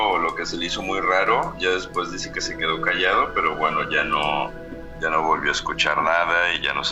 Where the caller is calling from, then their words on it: Xalapa, Veracruz, Mexico; Desde Jalapa, Veracruz